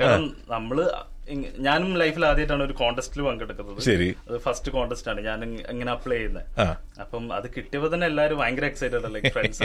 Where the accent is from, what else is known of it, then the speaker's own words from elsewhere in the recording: Kozhikode, Kerala, India; now in Dubai, United Arab Emirates; നാട്ടില് കോഴിക്കോടാണ്